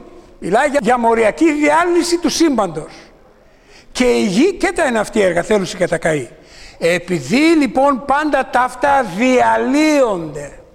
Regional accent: Thessaloniki, Central Macedonia, Greece; born there; Εγώ εκεί που γεννήθηκα, στη Θεσσαλονίκη. Δημότης Θεσσαλονίκης.

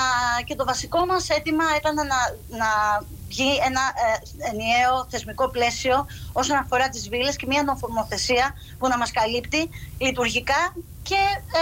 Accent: Zakynthos, Ionian Islands, Greece; επειδή είμαστε όλοι από τη Ζακύνθου

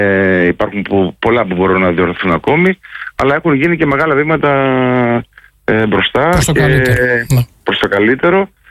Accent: Greece; Καταλαβαίνετε, σαν Έλληνας κι εσείς.

